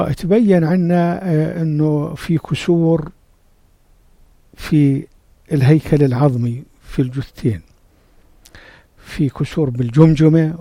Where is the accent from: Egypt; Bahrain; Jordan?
Jordan; جريمة حصلت عندنا في الأردن قبل سنوات،